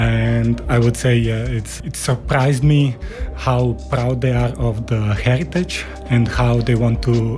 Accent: Slovenia; English is a second language; from Slovenia.

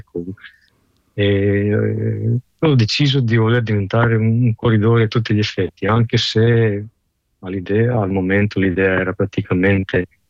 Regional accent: Šišan, Istria County, Croatia; io sono nato a Sissano, vicino a Pola

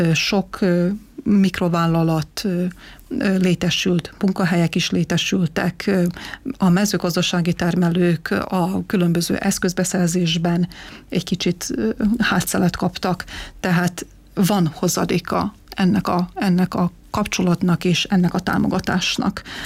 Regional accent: Novi Sad, Vojvodina, Serbia; Viszont a Újvidéken nőttem föl, ott születtem, ott nevelkedtem, és legtermészetesebb volt ugye, hogy szerbül is tanulunk

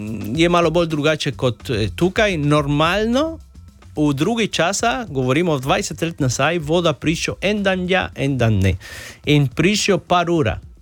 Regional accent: Cuba; Slovenian is a second language; moved away as an adult; now in Slovenia; Prihajam iz Kube.

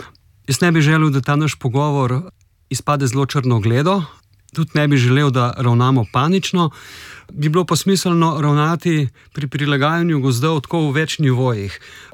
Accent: Inner Carniola, Slovenia; Povem konkretno, sam sem doma z Notranjske, tam prevladujejo bukovi gozdovi

